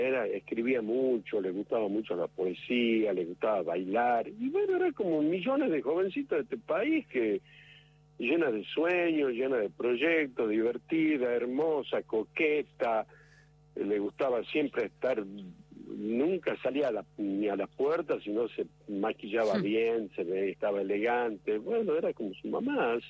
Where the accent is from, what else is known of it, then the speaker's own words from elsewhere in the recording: Tucumán, Argentina; la vergüenza que nos tiene que dar como tucumano